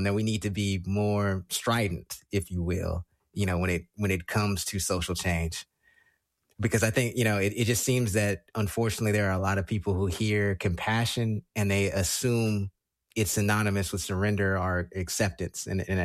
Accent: Northwest, United States; we're from the Northwest

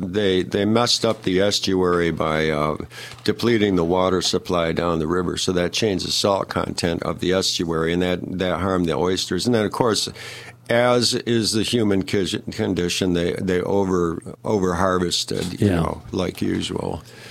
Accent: Michigan, United States; also born or lived in Traverse City; Well, Benzie County, in the summer, I live on Little Platte Lake, and a lot of my books were written sitting at the picnic table looking out over the lake, some of them were.

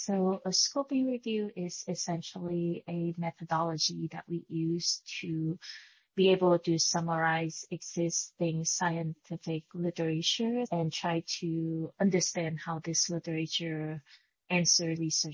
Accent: Vietnam; moved away; I was raised in Vietnam. I speak Vietnamese fluently, and I embrace my culture very deeply.

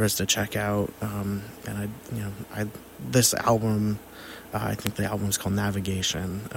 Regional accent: Massachusetts, United States; Yeah, so growing up, for the first couple years of my life, I grew up in Western Massachusetts.

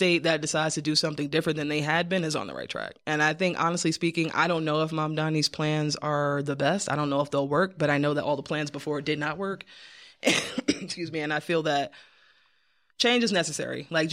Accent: New York, United States; now in Towson, United States

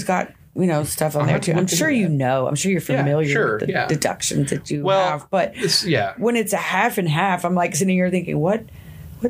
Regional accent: Mississippi, United States; accent: southern; moved away; I'm from Mississippi, and there's a Greenwood, Mississippi. Mm-hmm. And so for a half a second, my little southern heart got real excited. That's okay. I can put the accent back

